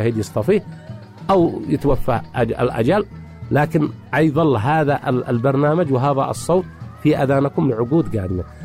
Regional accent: Yemen; عندنا في اليمن.

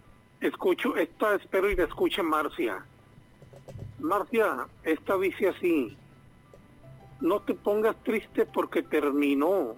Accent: Tijuana, Baja California, Mexico; born there; yo también soy de Tijuana también. Soy nacido en la zona norte.

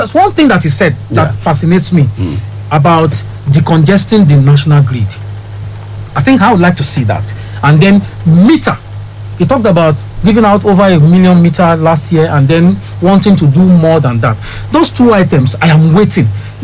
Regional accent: Nigeria; as a Nigerian

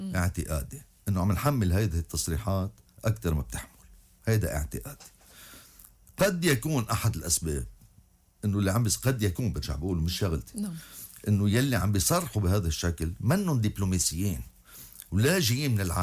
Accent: Lebanon; كلبنانيين،

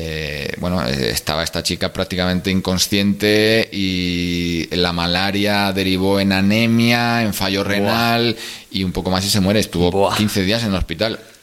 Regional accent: Spain; como español tenemos 90 días

